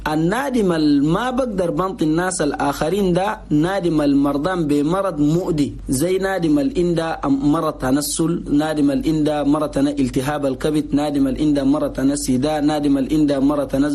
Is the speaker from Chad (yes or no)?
yes; Chad; نقول لأخواننا المواطنين جميعا في بلد بلدنا تشاد صحيح أنين قاعدين نواجه مشكلة.